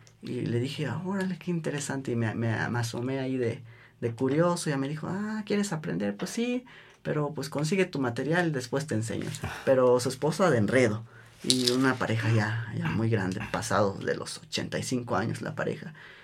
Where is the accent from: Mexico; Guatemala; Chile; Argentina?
Mexico; first language Spanish; yo me crié en mi infancia con el idioma español. Mi pueblo es un pueblo originario, donde se habla la lengua mije, y en el seno familiar, pues puro español.